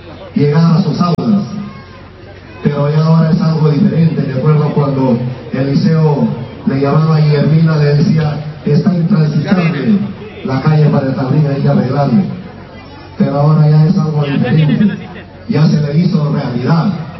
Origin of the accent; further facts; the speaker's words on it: Naranjo Salto, Amazonas, Peru; born there; yo agradezco a Naranjo Salto, aunque no he nacido acá, pero agradezco porque me siento de acá, gracias a ustedes.